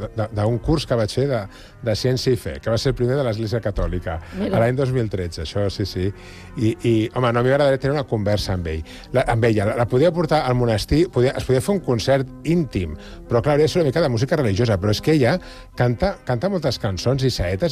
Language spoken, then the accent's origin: Catalan; L'Hospitalet de Llobregat, Catalonia, Spain; Jo soc d'Hospitalet, no?, ja l'hi deia abans a la Carme, no?, i un punt flamenquillo d'Hospitalet també el porto.